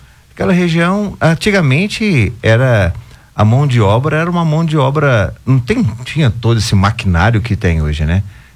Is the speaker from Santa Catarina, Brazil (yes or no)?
no; Goiânia, Goiás, Brazil; Eu nasci aqui em Goiânia mesmo. Eu nasci no Hospital São Lucas.